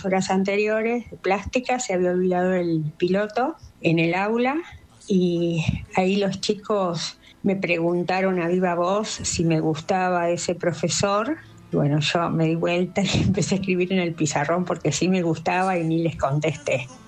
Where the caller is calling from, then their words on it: Buenos Aires, Argentina; de Recoleta.